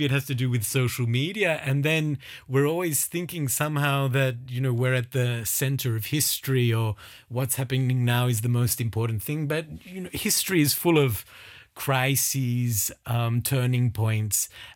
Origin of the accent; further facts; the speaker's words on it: Australia; I'm from Australia